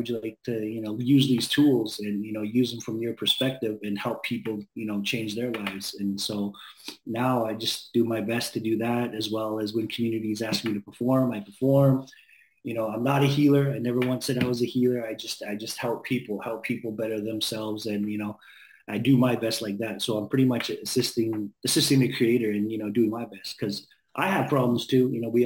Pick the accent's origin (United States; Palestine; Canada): Canada; Vancouver, British Columbia; moved away; also born or lived in Penticton; Oh, so I went from East Vancouver. You know, I grew up in East Van there where it was sort of rocky.